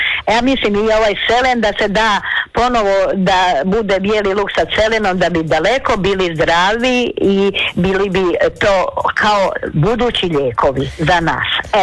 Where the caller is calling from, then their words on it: Slavonia, Croatia; Kod nas u Slavonije se to obično u svinjokolje.